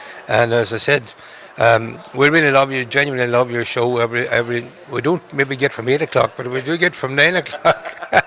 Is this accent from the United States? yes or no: no; Malin Head, Ulster, Ireland; I come from Malinhead, we're up on the most northerly point of Ireland